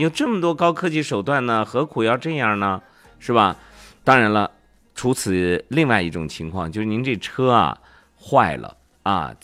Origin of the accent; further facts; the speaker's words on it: Xinjiang, China; 你平时在夏天的时候咱们新疆人特别你觉得什么东西又解暑又好